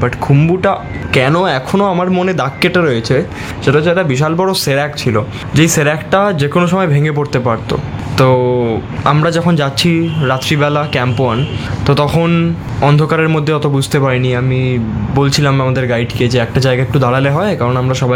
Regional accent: India; আমি যেমন প্রথম ভারতীয় যে এলব্রুস উত্তর দিক থেকে ক্লাইম্ব করে আবার উত্তর দিক থেকে ডিসেন্ড ব্যাক করেছিলাম, এটা আমি ফার্স্ট ইন্ডিয়ান।

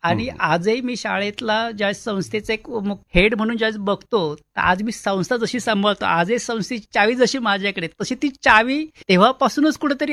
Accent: Rajewadi, Maharashtra, India; born there; माझा जन्म हा भीमाशंकर जे एक तीर्थक्षेत्र आहे, 12 ज्योतिर्लिंगापैकी एक असलेलं हिमालयाच्या सह्याद्रीच्या रांगेमध्ये असलेलं भीमाशंकर, त्या भीमाशंकर पासून 20 किलोमीटर अलीकडे असणार एक राजेवाडी असं छोटस गाव आहे.

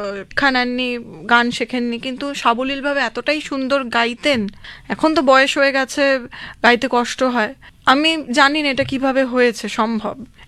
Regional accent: Assam, India; আমি আসামে জন্মেছি, ছোটবেলা থেকেই আমি এই পরিবেশে বড় হয়েছি, আমরা জয়েন্ট ফ্যামিলি।

